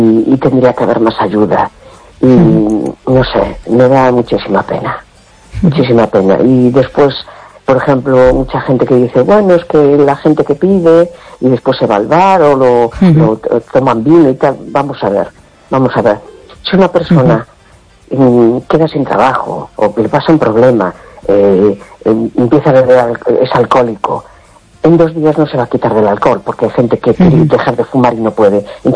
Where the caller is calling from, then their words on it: A Coruña, Galicia, Spain; Hola, buenas noches … de La Coruña.